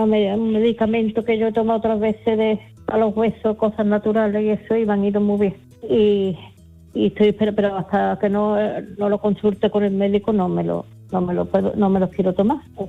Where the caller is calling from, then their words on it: Seville, Andalusia, Spain; de Sevilla.